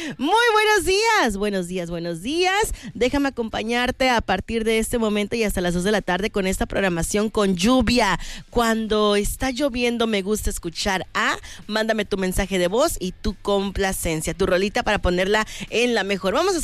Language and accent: Spanish; Mexico